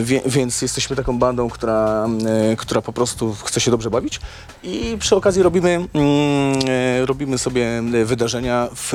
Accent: Aleksandrów Łódzki, Łódź Voivodeship, Poland; obydwoje jesteśmy, słuchajcie, z Aleksandrowa, łódzkiego, takiej wielkiej metropolii, sławne miasto obok Łodzi.

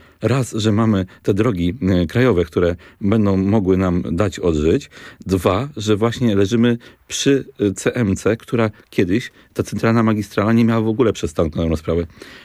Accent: Opoczno, Łódź Voivodeship, Poland; u nas w Opocznie

